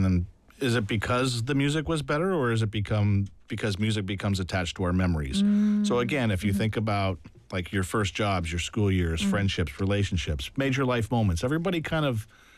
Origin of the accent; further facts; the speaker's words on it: Canada; moved away; I grew up in Canada